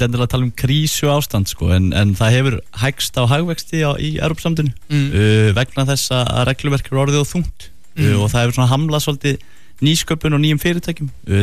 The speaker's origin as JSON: {"language": "Icelandic", "town": "Húsavík", "region": "Northeastern Region", "country": "Iceland", "said": "ég er alveg upp á Húsavík sko."}